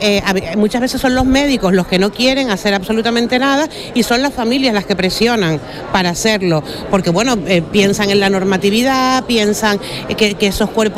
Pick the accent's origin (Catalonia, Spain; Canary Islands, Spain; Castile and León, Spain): Canary Islands, Spain; en mi caso, que vengo de Canarias